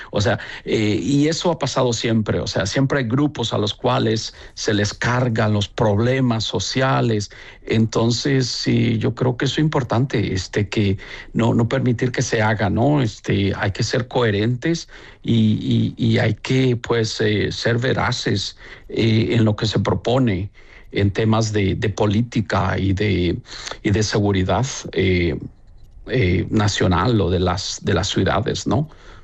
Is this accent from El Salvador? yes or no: yes; El Salvador; now in United States; Cuando salí de El Salvador, traía una mochila quizás pues con una muda, pero esa mochila venía llena de sueños, llena de esperanza, llena de proyectos.